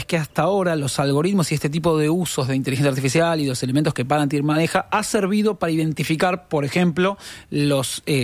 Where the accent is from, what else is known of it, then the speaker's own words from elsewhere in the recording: Argentina; moved away; En mi país diríamos berreta, en Argentina.